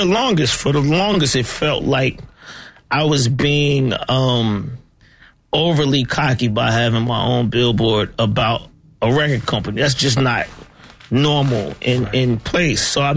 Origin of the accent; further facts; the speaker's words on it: College Park, Georgia, United States; I'm from College Park. I do not live in Georgia.